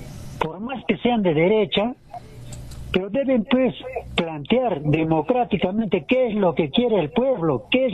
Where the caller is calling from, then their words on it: Peru; como peruano